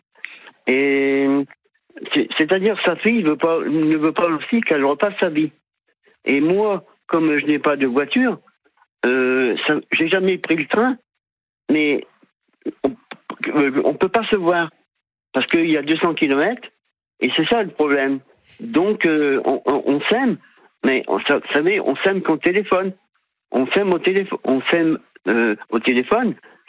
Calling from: Le Tréport, Normandy, France; moi, j'habite au Tréport, et j'ai pas de voiture.

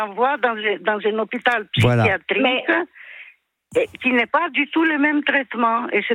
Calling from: Paris, Île-de-France, France; Non, je ne suis pas à Strasbourg, je suis à Paris.

